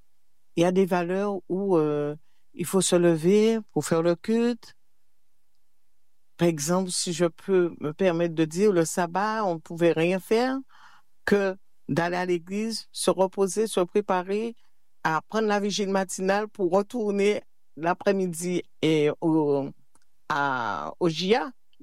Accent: Petit-Canal, Guadeloupe; Eh bien, petite fille, je suis guadeloupéenne. J'ai été élevée dans une petite commune de la Guadeloupe qui est la Petit Canal

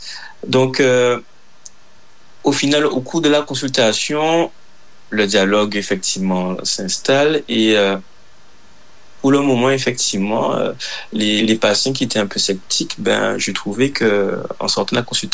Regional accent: Baillif, Guadeloupe; moved away as an adult

